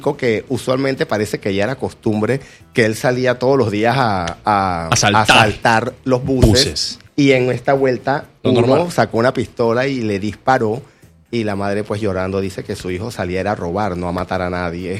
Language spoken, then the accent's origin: Spanish; Panama